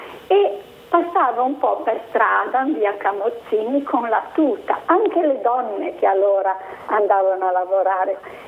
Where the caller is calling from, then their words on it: Genoa, Liguria, Italy; Sono di Voltri, sì.